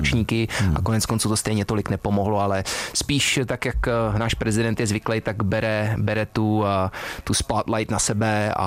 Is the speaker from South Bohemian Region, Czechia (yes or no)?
no; Pardubice, Pardubice Region, Czechia; Jsem jasnej Pardubák